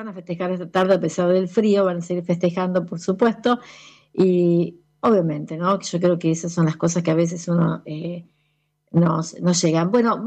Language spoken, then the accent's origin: Spanish; Argentina; somos argentinos